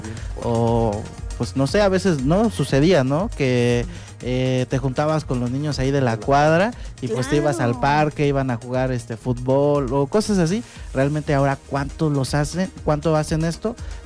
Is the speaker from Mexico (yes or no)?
yes; Mexico